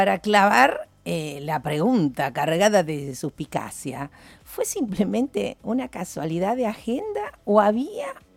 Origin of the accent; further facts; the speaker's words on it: Santa Fe, Argentina; nosotros como ciudadanos santafesinos, con nuestros impuestos santafesinos